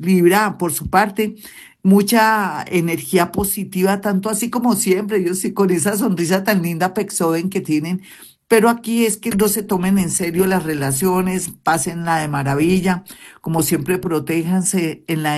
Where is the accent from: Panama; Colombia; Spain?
Colombia; pero somos colombianos y manejamos magia.